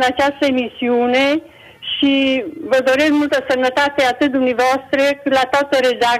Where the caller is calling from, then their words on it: Sighișoara, Mureș County, Romania; din Sighișoara